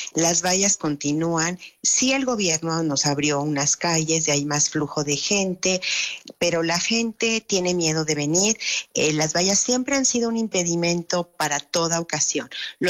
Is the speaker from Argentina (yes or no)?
no; Mexico